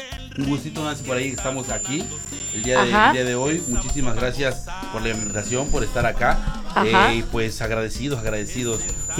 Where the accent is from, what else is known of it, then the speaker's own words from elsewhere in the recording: Piedras Negras, Veracruz, Mexico; Nosotros somos de Piedras Negras, Veracruz